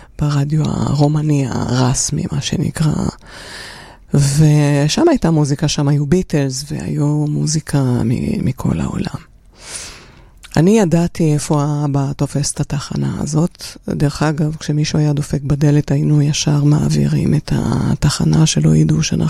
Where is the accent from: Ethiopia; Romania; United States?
Romania; moved away as an adult; now in Israel; אני באתי מרומניה, ואת התיכון למדתי שם. והייתי תלמידה יחידה, יהודיה יחידה, בין 1,200 תלמידות.